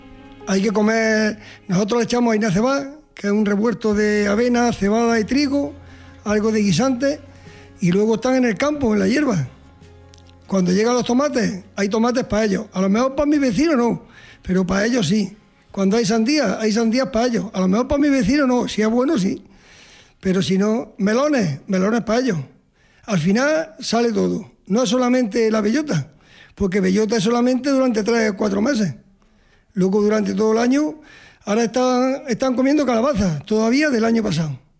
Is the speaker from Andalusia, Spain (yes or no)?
yes; Villanueva del Duque, Andalusia, Spain; de Villanueva del Duque.